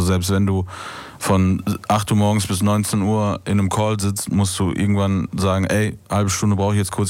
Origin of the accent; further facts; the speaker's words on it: North Rhine-Westphalia, Germany; ich komme aus dem Ruhrpott